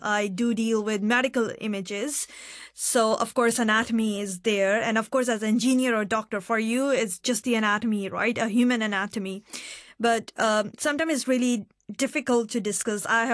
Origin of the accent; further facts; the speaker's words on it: Pakistan; now in Hong Kong; Being Pakistani women in STEM